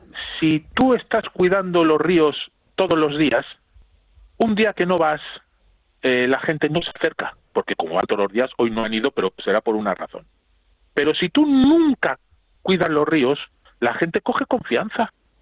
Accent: Bilbao, Basque Country, Spain; Yo soy de Bilbao, y orgulloso de ser de Vizcaya.

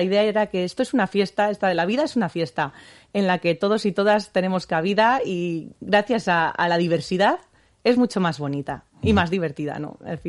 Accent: Gatika, Basque Country, Spain; Yo soy de Gatica, exactamente.

